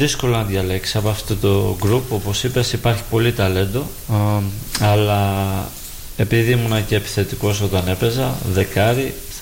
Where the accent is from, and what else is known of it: Greece